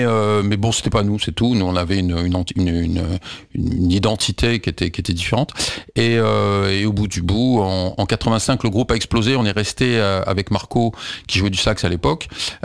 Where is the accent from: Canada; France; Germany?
France; Ben ouais, mais sauf que nous on est français, on veut être compris.